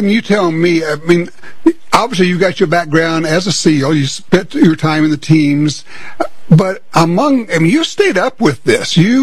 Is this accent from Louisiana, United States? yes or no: yes; Louisiana, United States; I come from Louisiana and spent a good time down in New Orleans